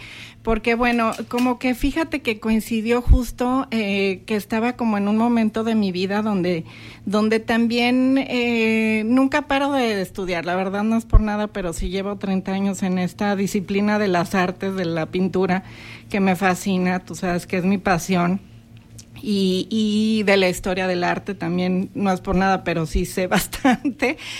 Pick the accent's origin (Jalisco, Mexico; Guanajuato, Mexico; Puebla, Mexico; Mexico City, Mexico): Mexico City, Mexico; now in Torreón, Mexico; en estos años que yo llevo aquí, porque pues tú sabes que soy originaria de la Ciudad de México